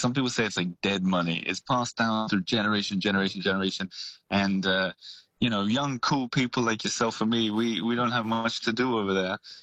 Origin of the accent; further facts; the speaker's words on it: Australia; now in Paris, France; And firstly, as an Australian, one of the things I miss from living in a big city like this